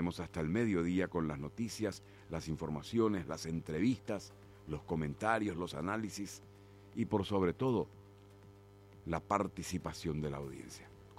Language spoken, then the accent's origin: Spanish; Paraguay